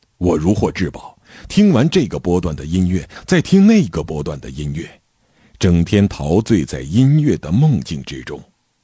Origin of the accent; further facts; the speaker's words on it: Fujin, Heilongjiang, China; born there; 1946年1月，我出生在黑龙江省富锦县。